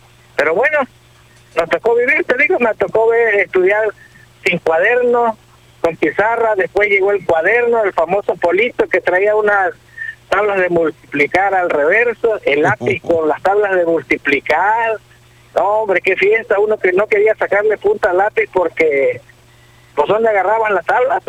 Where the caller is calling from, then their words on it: Veracruz, Mexico; Yo soy de Veracruz